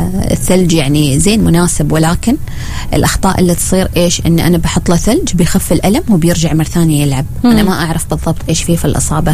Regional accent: Oman; أنا أفتخر بكوني أنا من عمان.

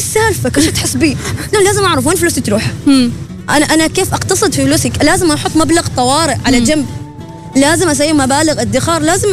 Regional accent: Oman; قال لي أنت من وين قلت له من عمان

